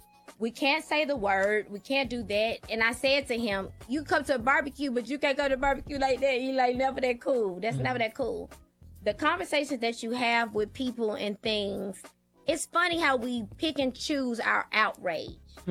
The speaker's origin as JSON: {"language": "English", "region": "Tennessee", "country": "United States", "said": "I am from Tennessee. I am deep in country music."}